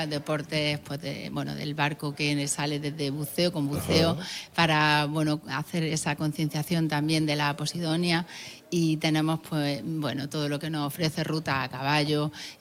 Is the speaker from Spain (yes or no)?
yes; Andalusia, Spain; now in El Ejido, Spain; soy chirinera de la Alpujarra.